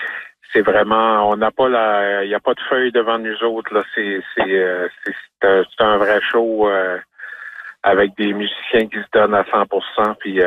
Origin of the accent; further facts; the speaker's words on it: Carleton-sur-Mer, Quebec, Canada; moi je suis local